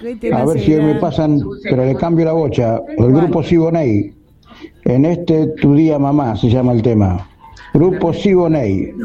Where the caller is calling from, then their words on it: Santa Fe, Argentina; Hola, soy … de Santa Fe.